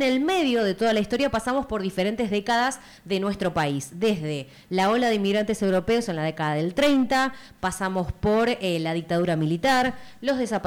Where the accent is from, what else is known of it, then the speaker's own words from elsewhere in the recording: Argentina; somos todos artistas argentinos